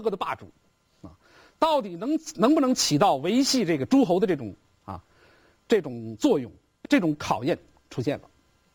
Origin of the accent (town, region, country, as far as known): China